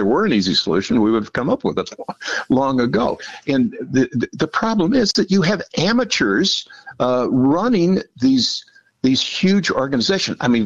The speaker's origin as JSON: {"language": "English", "region": "Illinois", "country": "United States", "tie": "born or raised there", "said": "I grew up poor and in Southern Illinois."}